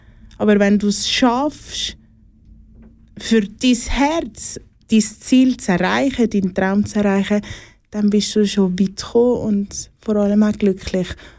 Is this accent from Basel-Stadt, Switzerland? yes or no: no; Zurich, Switzerland; born there